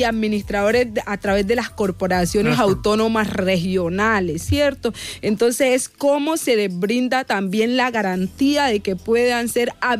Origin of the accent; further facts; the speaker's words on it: Colombia; yo soy colombiana y en respecto al tema de los hermanos indígenas, claramente yo soy afro